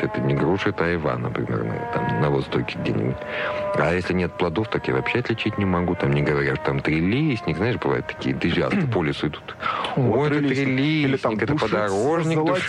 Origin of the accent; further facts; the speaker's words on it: Moscow, Russia; Из Москвы, из Москвы. Рус. Ну, я же россиянин, в принципе. Живу в Москве.